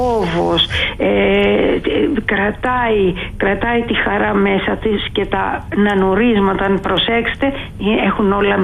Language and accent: Greek; Greece; Είμαστε Έλληνες